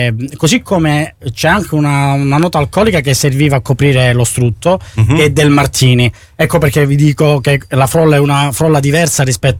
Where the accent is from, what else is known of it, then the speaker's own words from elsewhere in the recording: Catanzaro, Calabria, Italy; vengo da Catanzaro, non da Taverna.